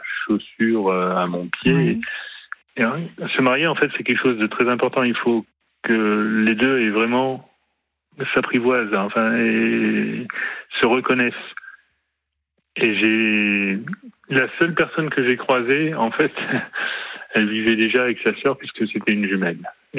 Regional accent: Hauts-de-France, France; now in Savoie, France; je ne suis pas savoyard d'origine. Je viens des rivages de la mer du Nord.

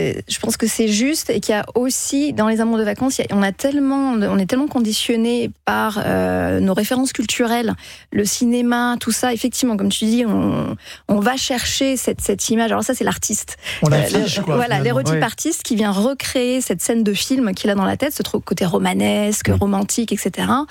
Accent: France; moi, je suis française.

